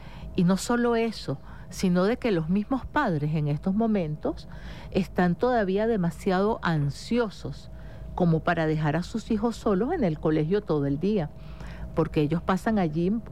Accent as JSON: {"language": "Spanish", "town": "Caracas", "region": "Capital District", "country": "Venezuela", "said": "nuestra identidad como caraqueños"}